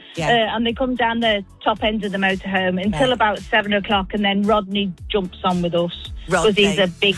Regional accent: Midlands, United Kingdom; We're originally from the Midlands

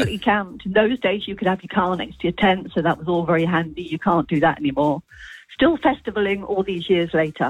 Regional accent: Oxford, South East England, United Kingdom; I'm from Oxford.

